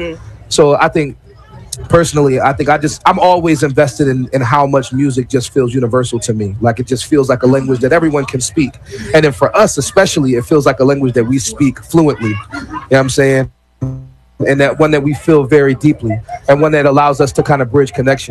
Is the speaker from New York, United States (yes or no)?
no; Philadelphia, Pennsylvania, United States; I felt tapped out of the Philly scene, because I'm an artist from Philly, yeah.